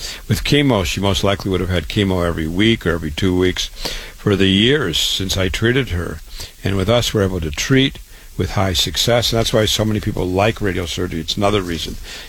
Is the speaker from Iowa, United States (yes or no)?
yes; Waterloo, Iowa, United States; born or raised there